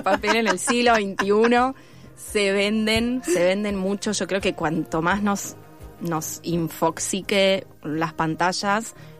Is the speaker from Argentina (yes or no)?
yes; Chubut, Argentina; moved away as an adult; now in Buenos Aires, Argentina; yo soy del sur, de Chubut